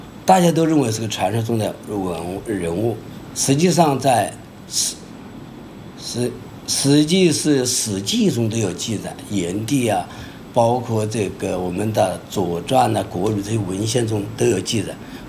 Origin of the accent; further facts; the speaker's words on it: China; 我们中国人